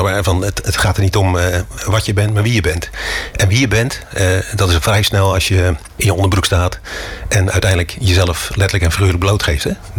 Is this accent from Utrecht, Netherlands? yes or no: no; Rozenburg, South Holland, Netherlands; also born or lived in Heusden; Geboren in Heusden, in Brabant. Daar zijn we, omdat mijn vader bij Verholmen werkte, een scheepsvaartbedrijf, gingen we uit Brabant naar hier naar Rotterdam, naar Rozenburg.